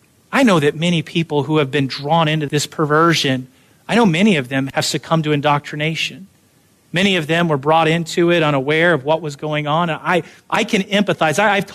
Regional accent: United States; born there

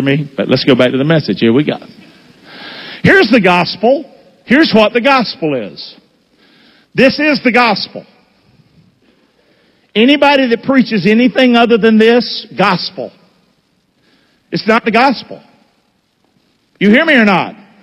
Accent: Rockingham, United States; I grew up in Rockingham. I was a hell raiser. God was a cuss word in my house.

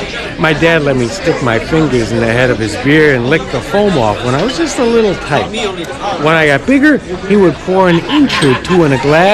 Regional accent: Endicott, New York, United States; I grew up in Endicott, New York, 15 miles from Pennsylvania.

